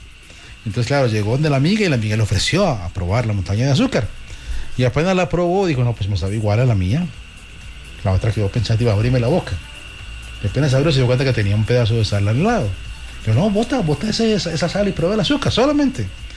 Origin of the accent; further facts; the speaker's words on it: Antioquia, Colombia; él es Restrepo, aunque es Titiribí, yo soy de Belén Rincón.